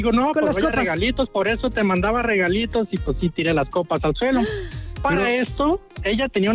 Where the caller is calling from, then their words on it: Guadalajara, Jalisco, Mexico; nosotros somos de acá de Guadalajara